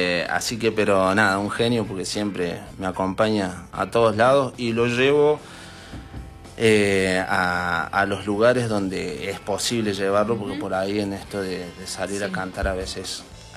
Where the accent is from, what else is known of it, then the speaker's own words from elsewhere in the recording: Córdoba, Argentina; moved away as an adult; Soy de Córdoba capital, sí, hace ya 9 años que vivo acá.